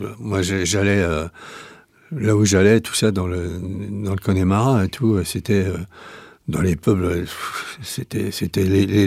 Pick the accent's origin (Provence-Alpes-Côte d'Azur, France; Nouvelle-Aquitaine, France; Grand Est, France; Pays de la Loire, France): Pays de la Loire, France; Nantes; Eh ben, je suis nantais, oui.